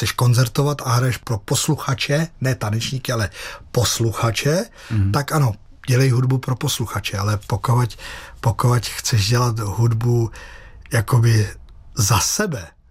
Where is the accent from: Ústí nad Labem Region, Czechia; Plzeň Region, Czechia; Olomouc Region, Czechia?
Plzeň Region, Czechia; s velkým svolením od rodiny Giňových z Rokycan, tím, že jsem vyrůstal na Rokycansku